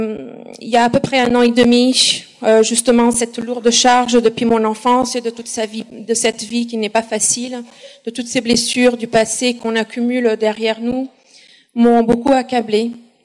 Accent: Portugal; moved away; je suis portugaise, donc la plupart de mes amis sont au Portugal

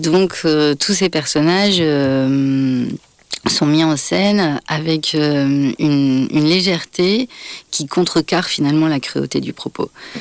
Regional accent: France; en tant que Française, blanche

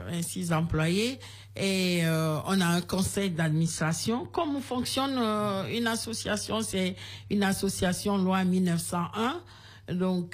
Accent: Kpalimé, Plateaux, Togo; Oui, je suis originaire de Palimé.

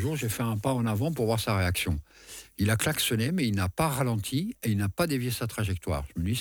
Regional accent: Lyon, Auvergne-Rhône-Alpes, France; Non, j'étais de Lyon, ouais.

